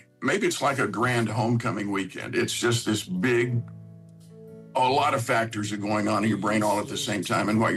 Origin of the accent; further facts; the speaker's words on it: Waco, Texas, United States; now in California, United States; Once I moved to California, I began doing things that I was never capable of even finding when I was in growing up in Waco.